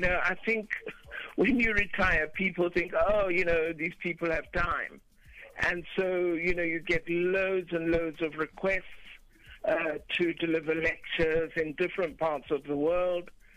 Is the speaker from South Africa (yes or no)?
yes; South Africa; moved away as an adult; also born or lived in London / Botswana; having an awareness of my identity as a South African who was not living at home